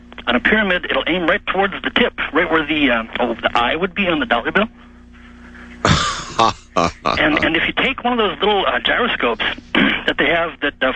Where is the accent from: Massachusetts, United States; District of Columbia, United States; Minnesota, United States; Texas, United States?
Minnesota, United States; Oh, actually, I'm originally from Minnesota.